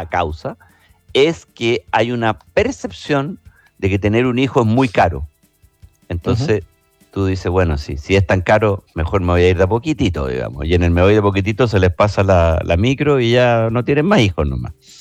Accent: Chile; si los chilenos no estamos teniendo niños, alguien los tiene que tener

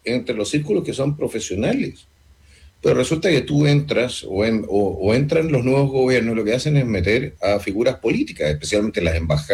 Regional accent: Chile

